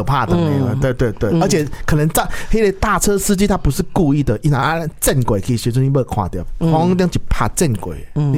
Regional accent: Taiwan; 我们台湾人

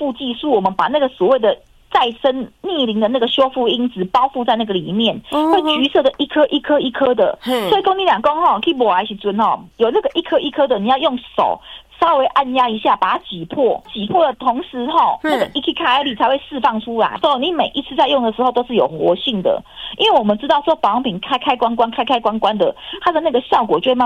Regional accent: Taiwan; 因为日本的日本的收入是我们台湾人的4倍。

